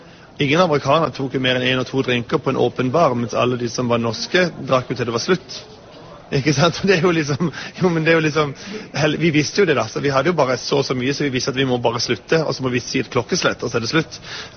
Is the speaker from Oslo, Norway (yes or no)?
yes; Oslo, Norway; now in New York, United States; Det mye farligere hjemme I Oslo.